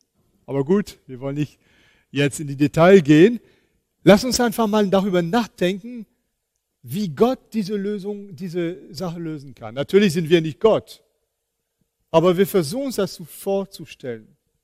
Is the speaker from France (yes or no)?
yes; Île-de-France, France; das war kurz vor Weihnachten in der Gegend von Paris, wo ich herkomme.